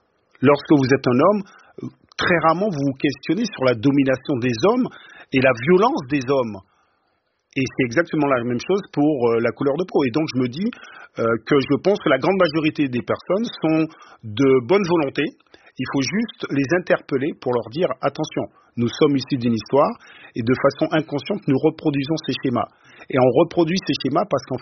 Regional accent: Guadeloupe; moved away; j'ai grandi en Guadeloupe.

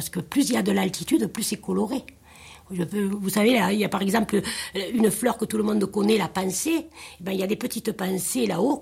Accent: Occitanie, France; Moi, je suis plutôt du Cosse, si on regarde d'où je viens. Mais j'aime bien la Margeride aussi. J'aime bien ce qu'on appelle ici la Haute Lozère.

